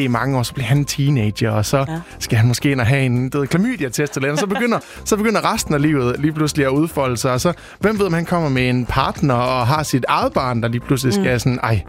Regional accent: Djursland, Central Denmark Region, Denmark; now in Aarhus, Denmark; nu flytter jeg syd for Aarhus, og jeg er fra Djursland af.

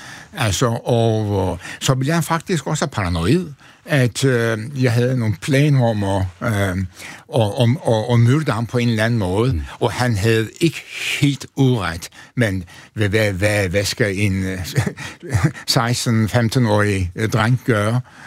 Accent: Antalya, Turkey; Danish is a second language; now in Denmark; Altså, jeg kommer fra en sådan en den overmiddelklasse familie. Altså, min far var apoteker, tjente mange penge i den lille by Antalya, som er kæmpestor turistby.

